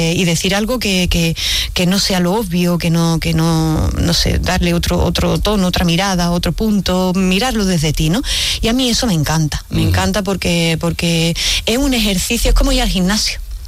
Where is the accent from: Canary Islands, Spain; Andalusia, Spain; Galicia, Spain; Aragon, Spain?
Andalusia, Spain; Jaén; now in Seville, Spain; Yo soy trianera de Jaén